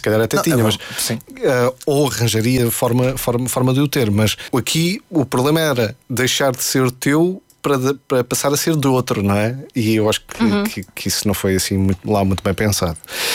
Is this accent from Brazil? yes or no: no; Portugal; Porque somos portugueses?